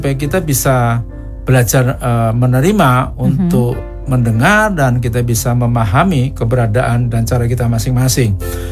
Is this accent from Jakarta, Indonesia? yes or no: no; Solo, Central Java, Indonesia; Katakanlah kalau saya dari Solo itu kan suka sekali kepala, pundak, lutut, kaki, brutu, cakar, itu yang menyenangkan.